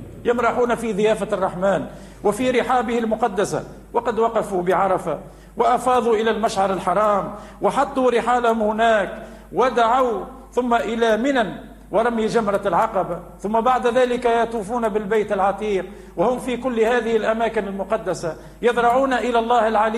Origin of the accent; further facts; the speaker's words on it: Tunisia; وأن يوحد قلوبنا كتونسيين نحو محبة بعضنا بعضا.